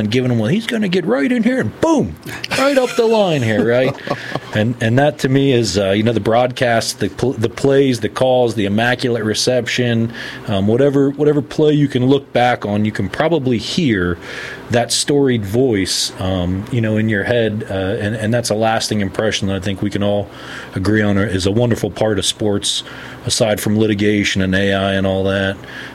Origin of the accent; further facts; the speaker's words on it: Cincinnati, Ohio, United States; growing up in Cincinnati